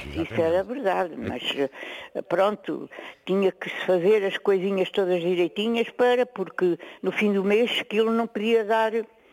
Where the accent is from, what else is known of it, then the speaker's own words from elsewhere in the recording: Alguber, Lisbon, Portugal; Estou na minha aldeia, que com muito sacrifício fizemos uma casinha num terrenozinho que o meu pai me deixou, e cá estou.